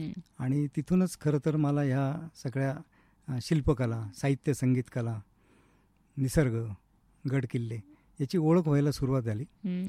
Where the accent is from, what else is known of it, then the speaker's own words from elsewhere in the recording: Sinnar, Maharashtra, India; Born and brought, म्हणजे मूळ माझं जन्मगाव सिन्नर, नाशिक जिल्ह्यामध्ये.